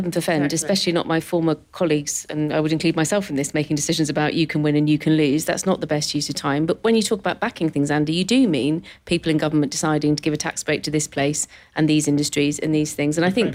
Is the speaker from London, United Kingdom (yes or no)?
no; Yorkshire and the Humber, United Kingdom; As a Yorkshire woman, I should point that out.